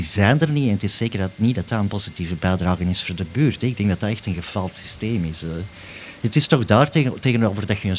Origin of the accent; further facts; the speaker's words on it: Antwerp, Flanders, Belgium; dat ik zelf ook van Antwerpen-Noord ben en van het Sint-Jansplein.